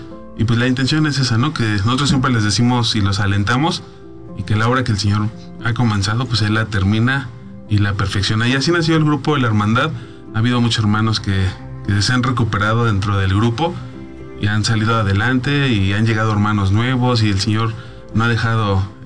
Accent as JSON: {"language": "Spanish", "town": "Ixtapaluca", "region": "State of Mexico", "country": "Mexico", "said": "nosotros somos de Ixtapaluca"}